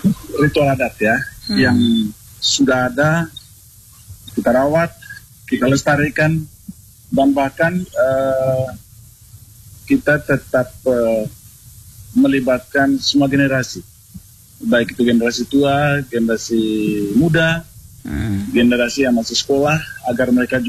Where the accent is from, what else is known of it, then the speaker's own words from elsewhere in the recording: Manggarai, East Nusa Tenggara, Indonesia; dalam budaya dan tradisi kami orang Manggarai